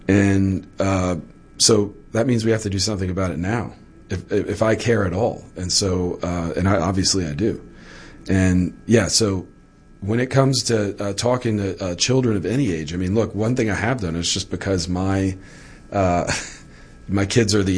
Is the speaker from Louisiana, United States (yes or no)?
yes; New Orleans, Louisiana, United States; born there; Like, I was born in New Orleans. That's a pretty big Jewish community.